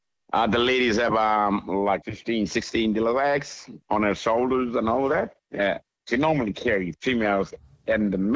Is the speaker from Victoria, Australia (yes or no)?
no; Gunbalanya, Northern Territory, Australia; We live around about 300 people, small community, and I'm from Gunbalanya in Northern Territory. So I lived here all in my life, also grew up here. And also … also I'm a Kunyawinkle person.